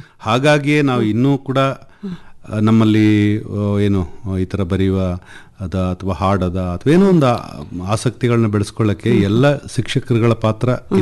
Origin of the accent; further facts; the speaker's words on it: Suntikoppa, Karnataka, India; also born or lived in Koynadu / Sampaje / Madapura; so ನಮ್ಮ ಬಾಲ್ಯಕಾಲ ಕೊಡಗಿನ ಸುಟ್ಟಿಕೊಪ್ಪದ Sandalwood ಅಂತ ಇದೆ ಗದ್ದೆಹಾಳ